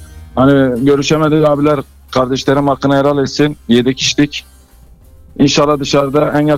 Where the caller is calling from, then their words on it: Nazilli, Aydın, Turkey; Nazilli'den arıyorum.